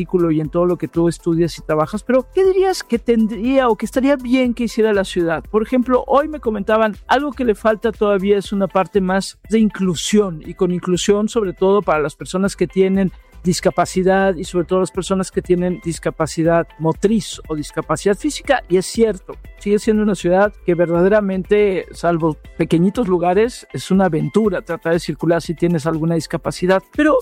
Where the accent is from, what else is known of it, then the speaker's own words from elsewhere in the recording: Mexico City, Mexico; yo soy una orgullosa chilanga, soy una orgullosa de esta ciudad y me encanta esta ciudad